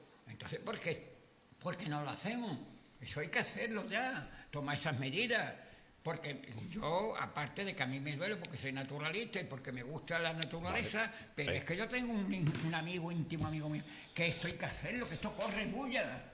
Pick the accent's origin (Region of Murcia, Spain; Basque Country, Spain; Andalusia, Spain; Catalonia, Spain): Andalusia, Spain; Sanlúcar de Barrameda; que yo soy de Sanlúcar